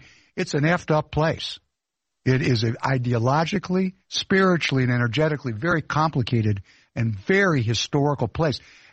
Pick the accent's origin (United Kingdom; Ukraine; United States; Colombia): Ukraine; first language Russian; English is a second language; moved away; because I am from the Ukraine, and the first language in my home was Russian, and the second language in my home was Yiddish, and then Hebrew, and then English.